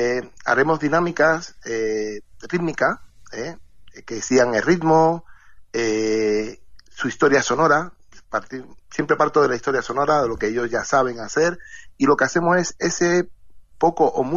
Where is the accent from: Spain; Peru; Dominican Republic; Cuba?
Cuba; No conozco la isla y tiene que ver mucho con mi tierra, según dicen, con el tema de Cuba, que os parece mucho, o nosotros parecemos a vosotros.